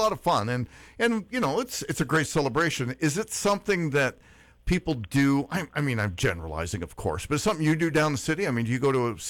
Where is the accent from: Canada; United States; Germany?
Canada; we're proud to be Canadian